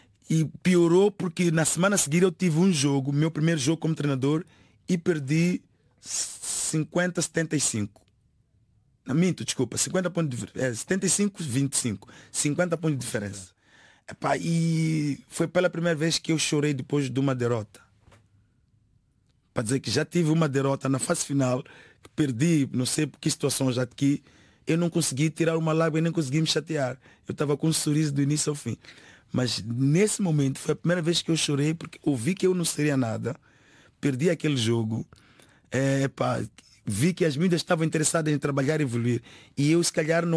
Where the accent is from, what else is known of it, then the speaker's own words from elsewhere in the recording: Mozambique; now in Portugal; que sou de Moçambique